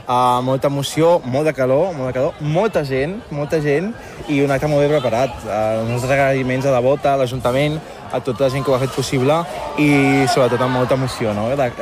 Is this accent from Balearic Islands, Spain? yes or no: no; Segur de Calafell, Catalonia, Spain; m'ha permès tant descobrir Calafell, jo soc de Segur